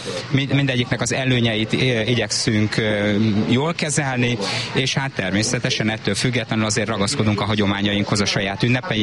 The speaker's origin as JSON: {"language": "Hungarian", "town": "Szeged", "region": "Csongrád-Csanád", "country": "Hungary", "tie": "born there", "said": "én már a csatlakozás után születtem, de a 80-as évek eleje óta élek Szőregen, a mai napig is Szőregen élek"}